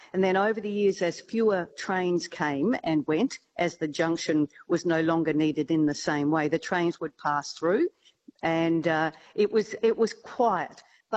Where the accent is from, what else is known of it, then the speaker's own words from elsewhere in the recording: Brunswick, Victoria, Australia; born in 1954. So Brunswick was well and truly on its way in those years. And I remember living directly opposite Peter's factory in 2 George Avenue.